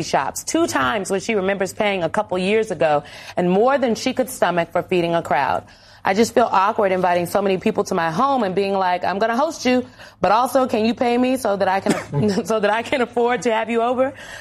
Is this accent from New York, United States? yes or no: no; Nebraska, United States; you know, I'm from Nebraska, y'all, so I care a lot about the beef.